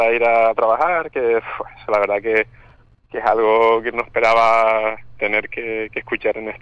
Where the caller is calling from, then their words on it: Güime, Canary Islands, Spain; yo vivo en Güime